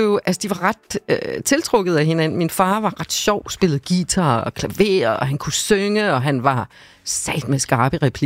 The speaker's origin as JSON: {"language": "Danish", "town": "Slagelse", "region": "Zealand", "country": "Denmark", "tie": "born there", "said": "Jeg er født i Slagelse."}